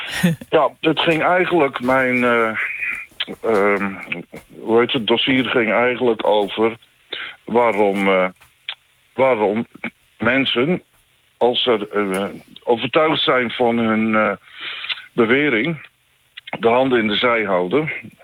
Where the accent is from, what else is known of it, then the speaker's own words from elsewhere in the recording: Friesland, Netherlands; also born or lived in Amsterdam; Dus ik ben zowel een Fries als een Amsterdammer.